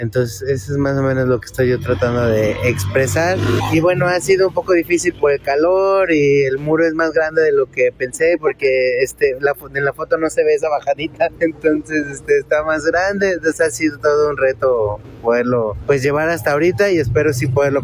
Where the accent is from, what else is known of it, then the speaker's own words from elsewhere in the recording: Guadalajara, Jalisco, Mexico; now in Puebla, Mexico; vengo de Puebla, soy de Guadalajara, pero ahorita vengo de Puebla.